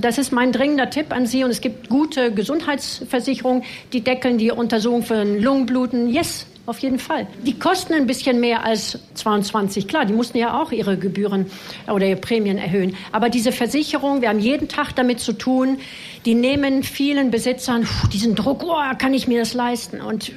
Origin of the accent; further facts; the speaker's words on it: France; moved away; ich bin Französin